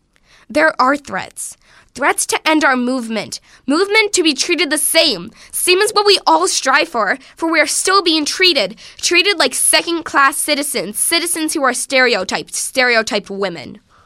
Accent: Greenfield, Pennsylvania, United States; I'm from Greenfield.

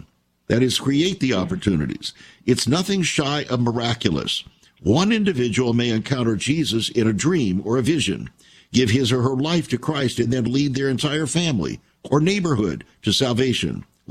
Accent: California, United States; Back into, I came from Southern California, and in that area, huge Armenian community

